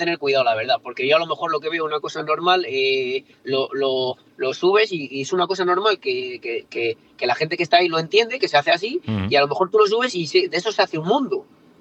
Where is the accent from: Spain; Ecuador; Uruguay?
Spain; Castile and León; now in Valladolid, Spain; yo soy de pueblo, vivo en Valladolid por trabajo